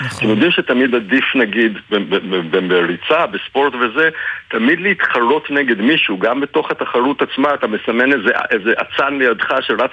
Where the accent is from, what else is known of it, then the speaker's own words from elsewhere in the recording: Jerusalem, Jerusalem District, Israel; אני גדלתי בירושלים והייתי בא עם זוג נעליים פעם בשנה, נעליים חדשות שקנו לכל ילד, אז הירושלמים היו עושים תתחדש ודורכים לך על הנעליים החדשות